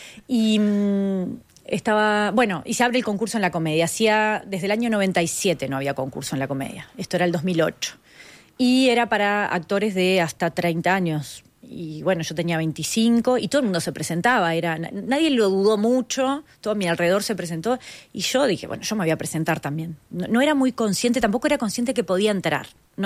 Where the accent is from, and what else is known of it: Maldonado, Uruguay; born there